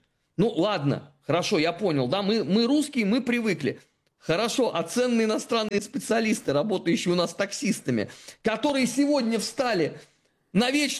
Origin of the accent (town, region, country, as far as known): Russia